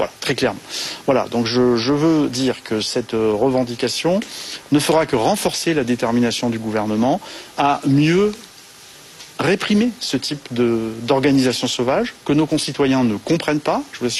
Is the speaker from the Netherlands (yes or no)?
no; Bourges, Centre-Val de Loire, France; Oui, c'est vrai, je suis né à Bourges, j'y ai toutes mes attaches. J'ai toutes mes attaches dans le Cher.